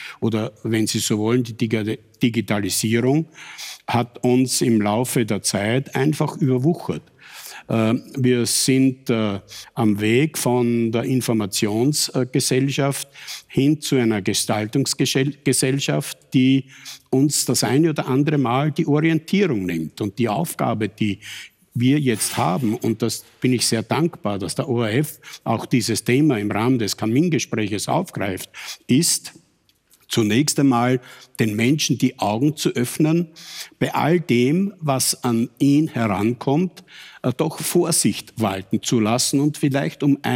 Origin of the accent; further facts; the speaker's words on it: Radlbrunn, Lower Austria, Austria; Ich sage das gerade hier in meinem Heimatort in Radlbrunn. Ich bin hier ganz einfach aufgewachsen